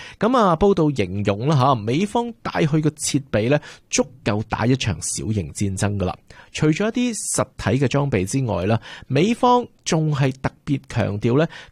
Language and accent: Cantonese; Canada; 系我哋加拿大人开始去从事园艺工作嘅一个好重要嘅指标性嘅日子嚟噶。